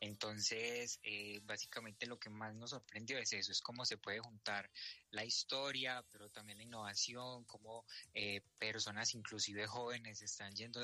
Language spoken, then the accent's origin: Spanish; Colombia; nosotros somos de Colombia, conocemos la historia, conocemos los lugares, conocemos las personas, conocemos la gastronomía